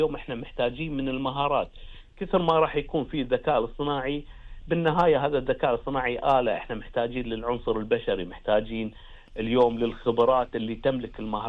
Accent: Kuwait; أنا كموظف كويتي،

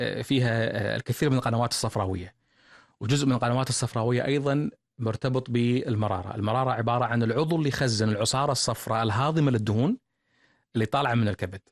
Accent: Kuwait; احنا عندنا بالكويت

